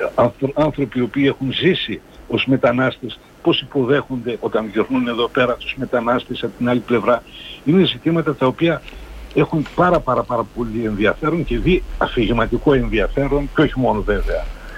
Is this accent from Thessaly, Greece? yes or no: yes; Tyrnavos, Thessaly, Greece; κατάγομαι από τον Τύρναβο.